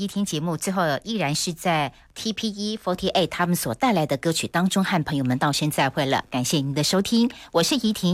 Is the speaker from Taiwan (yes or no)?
yes; Penghu County, Taiwan; born or raised there